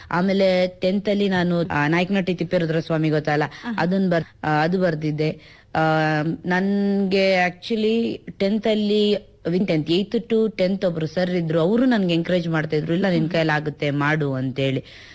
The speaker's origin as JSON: {"language": "Kannada", "town": "Hiriyur", "region": "Karnataka", "country": "India", "lives_now": "Bangalore, India", "said": "ನಾನು ಹಿರಿಯೂರವಳು, ಹಿರಿಯೂರು ತಾಲೂಕು, ಚಿತ್ರದುರ್ಗ ಡಿಸ್ಟ್ರಿಕ್ಟ್."}